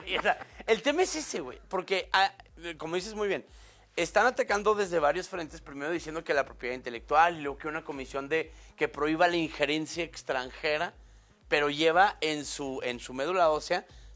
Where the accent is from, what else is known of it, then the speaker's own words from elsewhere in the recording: Chihuahua, Mexico; Digo, yo soy chihuahuense, ajá